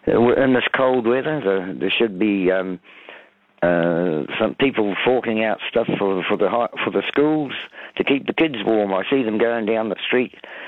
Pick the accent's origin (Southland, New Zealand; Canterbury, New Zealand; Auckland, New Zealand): Canterbury, New Zealand; I'm from North Canterbury.